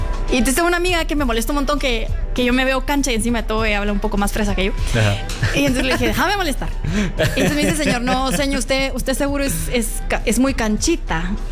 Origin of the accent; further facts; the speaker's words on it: Guatemala; Entonces ya fijo, sí soy chapín.